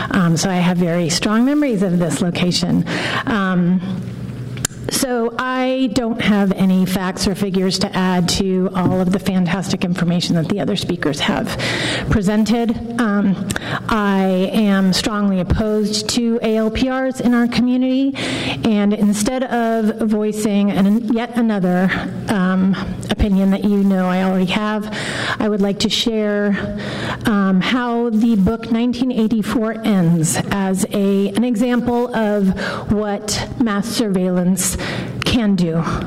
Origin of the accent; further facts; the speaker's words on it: Palo Alto, California, United States; I was raised in Palo Alto and went to college in the Bay Area